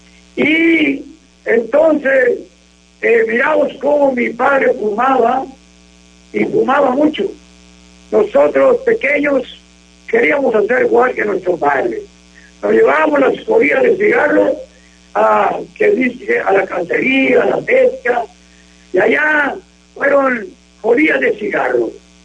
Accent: Río Bravo, Mexico; moved away; vivimos en Allende, yo soy del pueblo de Río Bravo, vivimos en Allende hace muchos años

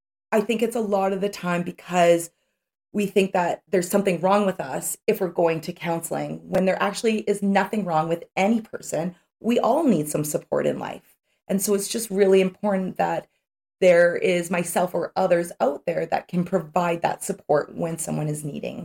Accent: North Vancouver, British Columbia, Canada; So I grew up in North Vancouver and my childhood was very chaotic.

